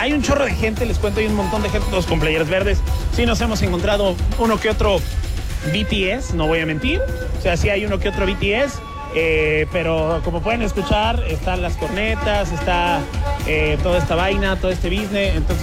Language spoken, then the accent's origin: Spanish; Querétaro, Mexico; ¡Ah, caray, neta! Nosotros también venimos de Querétaro.